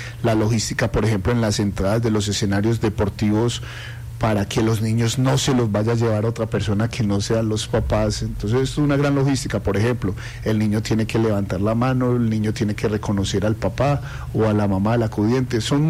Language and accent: Spanish; Guarne, Antioquia, Colombia; nosotros somos de Guarne, somos hijos de comerciantes de guarneños